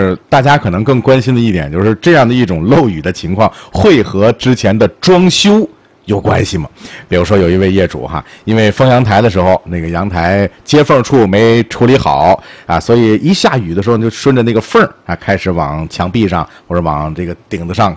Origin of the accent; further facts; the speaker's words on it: Tianjin, China; accent: Tianjin dialect; 咱们天津话讲叫罗罗刚了